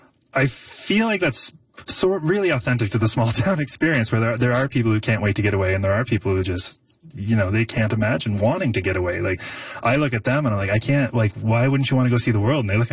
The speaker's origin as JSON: {"language": "English", "town": "Summerside", "region": "Prince Edward Island", "country": "Canada", "tie": "born or raised there", "said": "that sort of experience that I had growing up in Summerside isn't, like, it's not the definitive growing up Canadian experience"}